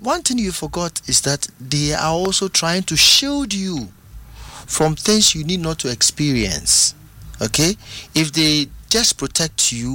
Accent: Ghana; they ask you, who are you? Say, I am a Ghanaian artist and I make songs in Ghanaian high life.

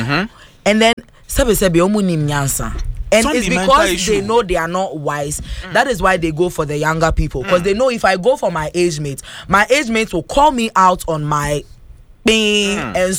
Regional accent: Nungwa, Greater Accra, Ghana; from Nungwa.

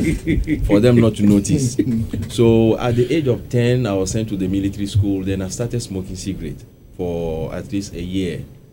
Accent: Togo; English is a second language; Yes, because I'm from Togo, like I said, and I'm an Ewe.

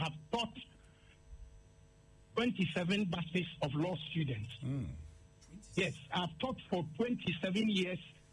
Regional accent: Ghana; moved away as an adult

